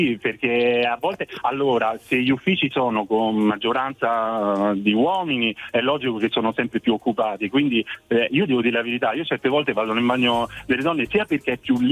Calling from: Rome, Lazio, Italy

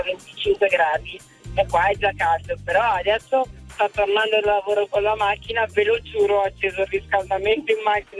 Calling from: Madonna di Campiglio, Trentino-Alto Adige, Italy

